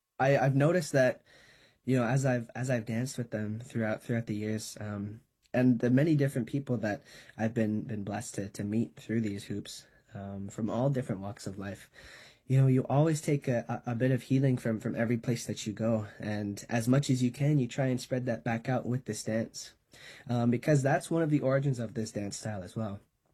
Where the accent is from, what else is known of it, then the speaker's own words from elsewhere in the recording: Ottawa, Ontario, Canada; So what we did was we actually went back to the community where we grew up in Ottawa